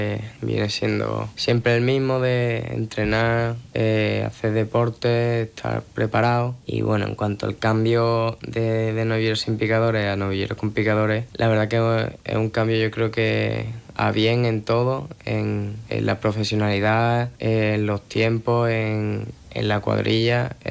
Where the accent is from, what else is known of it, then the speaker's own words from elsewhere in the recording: Córdoba, Andalusia, Spain; disfrutar y triunfar aquí en mi tierra.